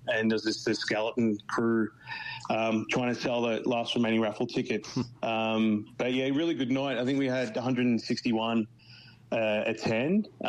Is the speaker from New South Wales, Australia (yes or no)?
no; Melbourne, Victoria, Australia; accent: Australian; moved away; a bit of the Aussie culture keeps me, keeps my accent safe. And then obviously trips back home, mate, definitely help with that. I was just down in Melbourne, for Christmas, in January, visiting mum and dad.